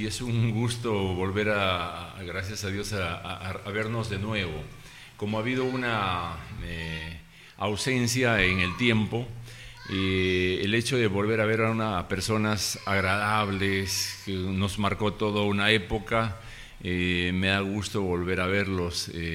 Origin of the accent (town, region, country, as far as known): Cajaruro, Amazonas, Peru